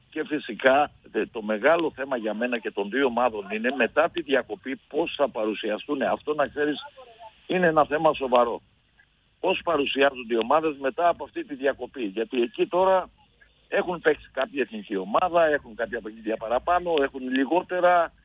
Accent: Kalamata, Peloponnese, Greece; Καλαμάτα είναι η γενέτειρά μου, είναι η πόλη μου, ζω εδώ.

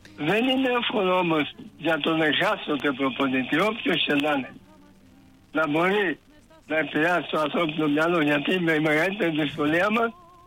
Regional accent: Perama, Crete, Greece; είμαι από το Ρέθυμνο, από το πέραμα Μηλοποτάμ.

